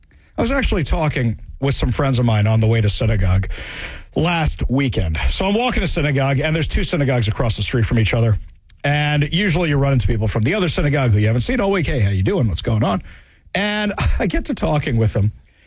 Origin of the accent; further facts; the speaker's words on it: Seattle, Washington, United States; Now, I'd say for the last 4 or 5 years, when I say I'm from Seattle, oh, really? Oh, what are you still doing there?